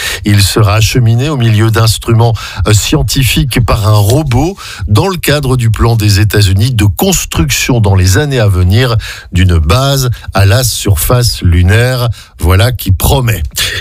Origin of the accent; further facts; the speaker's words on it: Belgium; D'ailleurs, chez nous en Belgique, l'organe de coordination pour l'analyse de la menace, l'OCAM, a mis en exergue ce phénomène dans son rapport annuel publié fin mai dernier déjà.